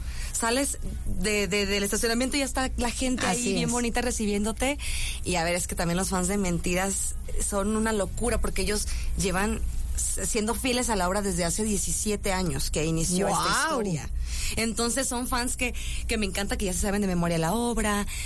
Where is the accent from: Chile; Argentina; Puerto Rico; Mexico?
Mexico; Ciudad Obregón, Sonora; moved away; ¿Desde Obregón, Sonora? ¿Desde mi rancho?